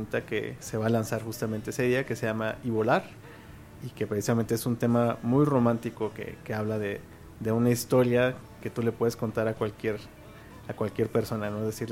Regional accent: Oaxaca, Mexico; nosotros somos del sur, Sí, nosotros somos de Oaxaca, que es, está en el sur de México, y venimos al sur.

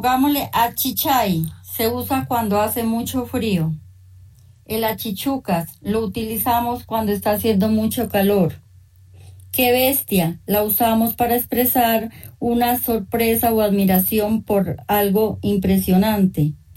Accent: San Bernardo, Nariño, Colombia; now in Bogotá, Colombia; mi hermoso lugar donde me vio crecer y nacer. Aunque desde hace algunos años vivo acá en Bogotá, yo vengo de un pueblo muy cerca a la ciudad de Pasto, la capital. Mi pueblo se llama San Bernardo Nariño.

